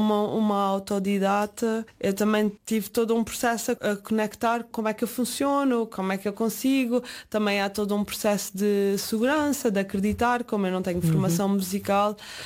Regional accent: Calheta, Azores, Portugal; eu sou da Calheta.

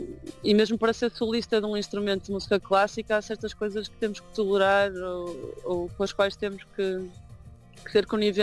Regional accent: Porto, Norte, Portugal; Como sou do Porto também, e que trabalho maioritariamente no Porto

